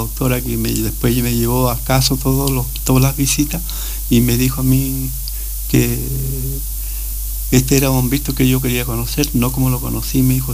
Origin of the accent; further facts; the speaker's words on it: Osorno, Los Lagos, Chile; moved away as an adult; now in Coyhaique, Chile; Sí, de Osorno. Yo soy de Osorno.